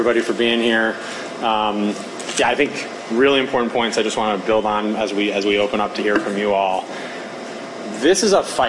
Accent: New York, United States; I'm fifth generation from the Hudson Valley.

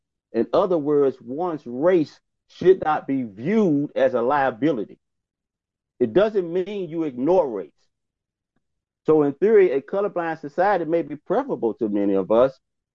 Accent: St. Louis, Missouri, United States; now in Kansas City, United States; I grew up in St. Louis. You just mentioned St. Louis, Missouri. I grew up in St. Louis.

